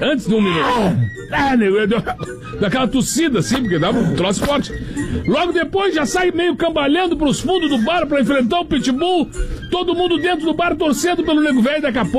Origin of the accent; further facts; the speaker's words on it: Torres, Rio Grande do Sul, Brazil; now in Porto Alegre, Brazil